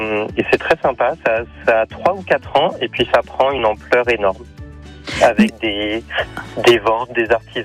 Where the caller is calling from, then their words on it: Germond-Rouvre, Nouvelle-Aquitaine, France; moi, je suis à Rouvres